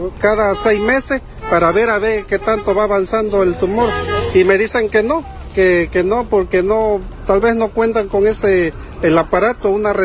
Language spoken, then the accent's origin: Spanish; San Andrés Tuxtla, Veracruz, Mexico; nosotros no somos de aquí de Veracruz, nosotros venimos de San Andrés Tuxtla, a ver, pero que pertenecemos al estado de Veracruz.